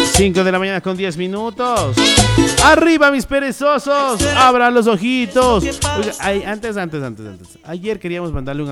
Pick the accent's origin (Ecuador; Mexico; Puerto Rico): Ecuador